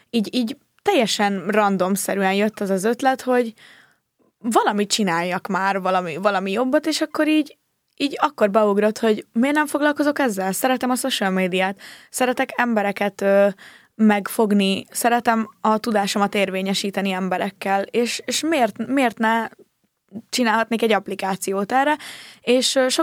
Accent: Budapest, Hungary; én Budán nőttem fel, Rózsadombon, 15 évet laktam a Bimbó úton, édesanyukámmal, aki református kántor és zongora művész … és utána költöztünk ki Budán, szintén csak kicsit kiebbre

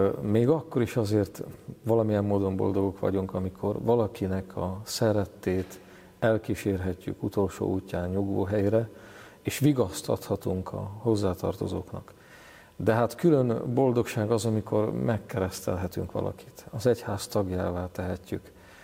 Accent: Babindol, Nitra Region, Slovakia; én egy kis településről származom, Zoborvidékről, Bábindal, 700 lakosú a település

